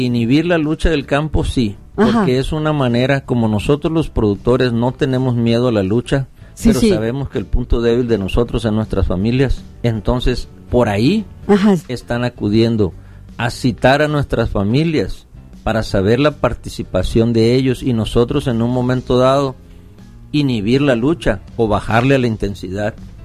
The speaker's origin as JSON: {"language": "Spanish", "region": "Sinaloa", "country": "Mexico", "said": "somos sinaloenses"}